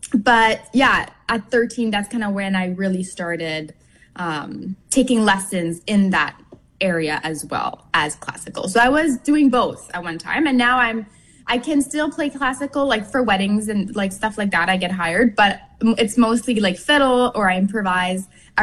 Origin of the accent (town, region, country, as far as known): Ste. Anne, Manitoba, Canada; moved away as an adult; now in Winnipeg, Canada